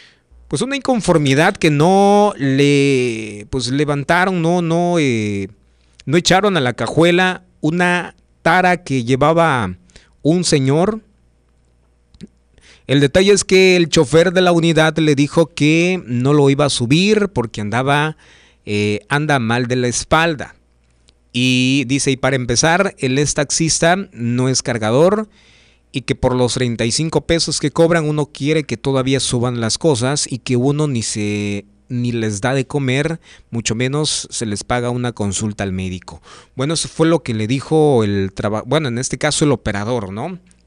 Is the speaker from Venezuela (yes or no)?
no; Mexico